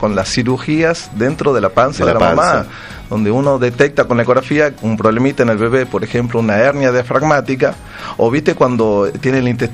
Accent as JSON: {"language": "Spanish", "region": "Tucumán", "country": "Argentina", "said": "orgulloso como tucumano, que se realice un congreso internacional acá en Tucumán"}